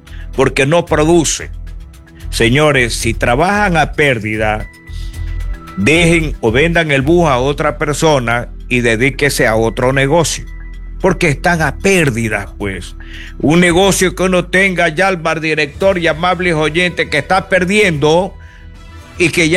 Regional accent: Ecuador; Somos nosotros los ecuatorianos.

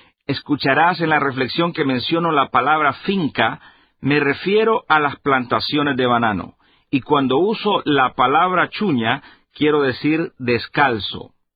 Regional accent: San Pedro Sula, Cortés, Honduras; mi ciudad natal, San Pedro Sula, Honduras.

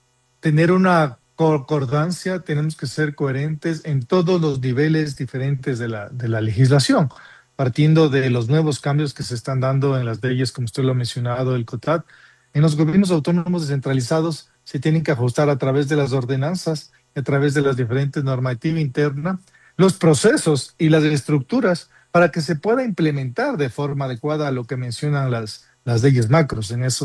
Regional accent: Ecuador; estamos expectantes los ecuatorianos

